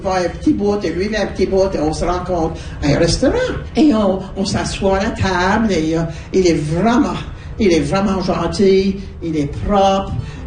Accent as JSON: {"language": "French", "town": "Baie Sainte-Marie", "region": "Nova Scotia", "country": "Canada", "said": "Ben moi, je viens de Baie-Sainte-Marie."}